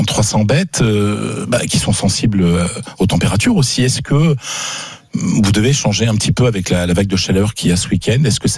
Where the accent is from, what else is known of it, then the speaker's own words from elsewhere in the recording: Hauts-de-France, France; accent: Nord; J'ai mon accent du Nord qui remonte parce que je pense au RC Lens.